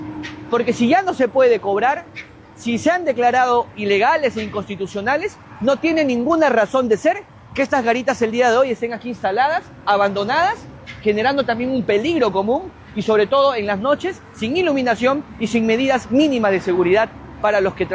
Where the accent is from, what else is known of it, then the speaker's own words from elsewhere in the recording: Lurín, Lima, Peru; a los que somos del Lurín verdaderamente